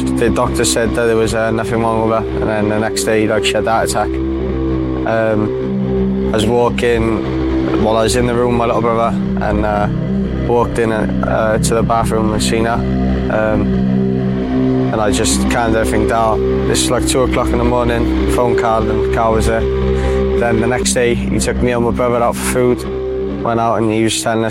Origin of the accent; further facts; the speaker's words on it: Cardiff, Wales, United Kingdom; I grew up in Llanidd in Cardiff, quite a rough place, but we got through it.